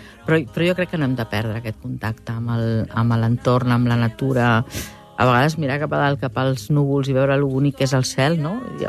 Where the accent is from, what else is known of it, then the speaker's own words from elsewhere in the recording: Barcelona, Catalonia, Spain; A casa meva venim de la Barceloneta i jo vinc de família de tradició navegant